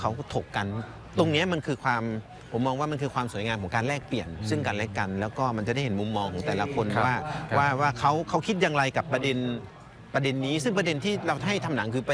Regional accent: Maha Sarakham, Thailand; ก็ในฐานะที่ผมเป็นคนมหาสารคามแล้วก็ทำหนังมาทั้งในส่วนที่เป็นวิชาชีพวิชาการ

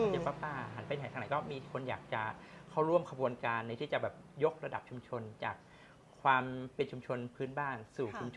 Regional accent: Ban Phe, Rayong, Thailand; ชุมชนที่เป็นบ้านเกิดเมืองนอนของเราเนี่ยแหละชุมชนบ้านเพที่โตมาอยู่โตที่เพเติบโตที่ระยอง

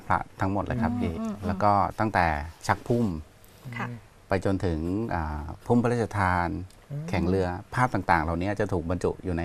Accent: Surat Thani, Thailand; ผมก็เป็นคนสุราษฎร์เนี่ยครับแล้วก็เรียนที่นี่โตที่นี่แล้วก็ทำงานที่นี่ครับ

